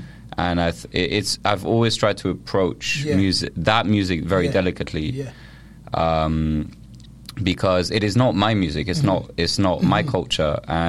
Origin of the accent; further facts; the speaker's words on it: Paris, Île-de-France, France; now in London, United Kingdom; I grew up with a British dad. I grew up in Paris.